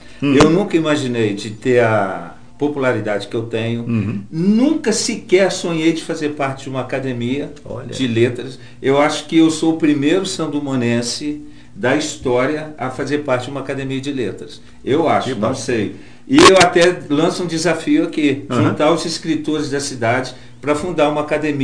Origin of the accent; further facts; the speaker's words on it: Santos Dumont, Minas Gerais, Brazil; now in Cabo Frio, Brazil; eu sou de Santos Dumont, tenho orgulho de ter nascido lá